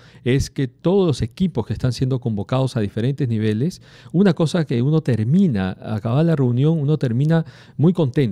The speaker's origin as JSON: {"language": "Spanish", "region": "Lima", "country": "Peru", "said": "somos así los peruanos, limeños, limeñas"}